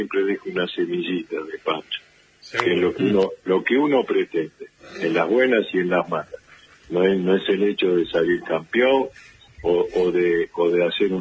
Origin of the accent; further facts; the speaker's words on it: Buenos Aires, Argentina; me dicen que soy de la provincia. Claro. Siempre me dicen, bueno, vos no podés ser de Capital. Vos sos de Capital